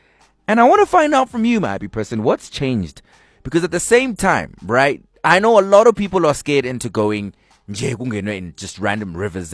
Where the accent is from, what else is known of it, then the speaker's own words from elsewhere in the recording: Eastern Cape, South Africa; I grew up in the Eastern Cape. Dandlaleqonce is probably like a 40-minute drive out to East London, where the ocean and the beaches.